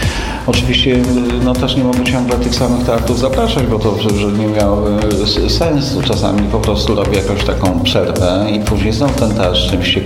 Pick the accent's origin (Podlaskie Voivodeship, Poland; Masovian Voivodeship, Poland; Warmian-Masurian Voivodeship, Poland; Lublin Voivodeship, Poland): Podlaskie Voivodeship, Poland; Łomża; że ktoś się pytał z osób, z których poznałem, skąd jestem, że jestem z Łomży